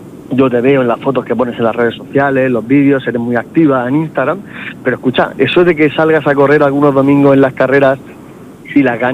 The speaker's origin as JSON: {"language": "Spanish", "region": "Region of Murcia", "country": "Spain", "said": "Como mujer, como deportista y como murciana"}